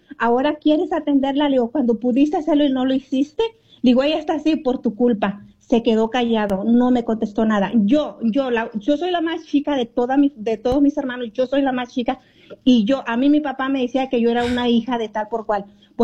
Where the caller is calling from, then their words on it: Michoacán, Mexico; Yo soy del estado de Michoacán.